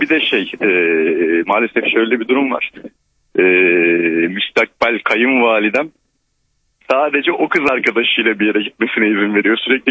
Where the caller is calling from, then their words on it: Istanbul, Turkey; İstanbul'dan arıyorum, bankacıyım.